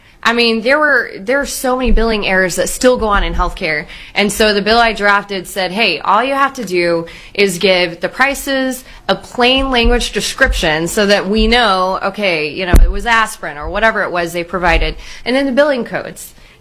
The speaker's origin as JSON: {"language": "English", "town": "Round Rock", "region": "Texas", "country": "United States", "tie": "born or raised there", "said": "So I grew up in Round Rock. That's where I represent."}